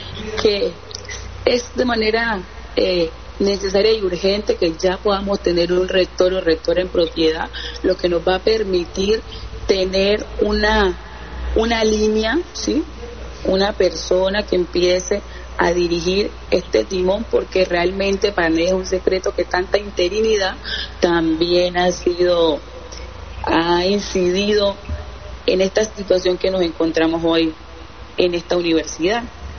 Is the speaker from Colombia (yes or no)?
yes; Chocó, Colombia; Una joven oriunda del municipio de Quito